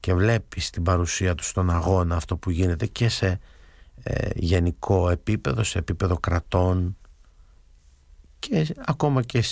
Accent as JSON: {"language": "Greek", "country": "Greece", "said": "λέμε και εμείς ως Έλληνες"}